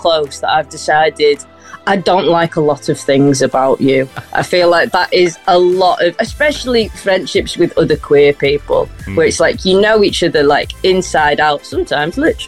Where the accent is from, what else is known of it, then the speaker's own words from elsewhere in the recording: Liverpool, North West England, United Kingdom; accent: Scouse; also born or lived in Preston; now in Manchester, United Kingdom; Yeah, yeah. So I'm from Liverpool originally, but I live in Manchester now.